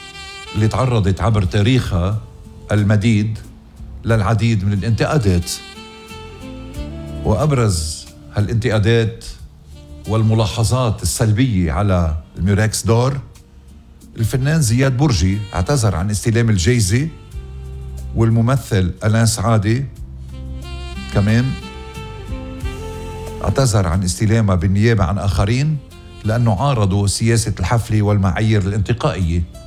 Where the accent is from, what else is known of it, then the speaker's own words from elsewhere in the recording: Lebanon; الله يحمي وطننا لبنان.